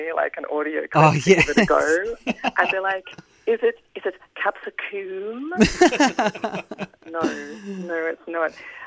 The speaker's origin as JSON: {"language": "English", "country": "Australia", "said": "I do think because, well, one, it's my natural voice. I'm Australian, so like everything that's going to come out of my writing is going to naturally sound Australian."}